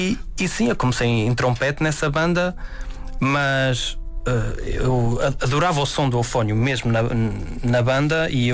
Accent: Celorico da Beira, Guarda, Portugal; Val das Ares, fica em Celorico da Beira.

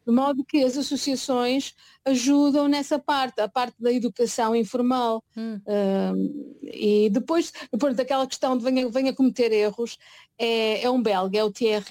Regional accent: Porto, Norte, Portugal; also born or lived in Lisbon; now in Brussels, Belgium; eu sou do Porto, mas também já vivi em Lisboa, já trabalhei em Lisboa. Lisboa é uma das minhas cidades que está sempre no meu coração. Normalmente os tripeiros são muito bairristas, não é o meu caso.

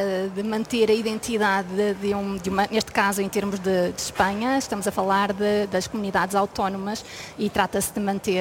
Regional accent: Viseu, Portugal; Sou de Viseu

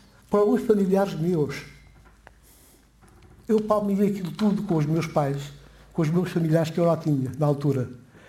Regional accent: Guinea-Bissau; also born or lived in São Vicente, Cape Verde; eu sou guineense.

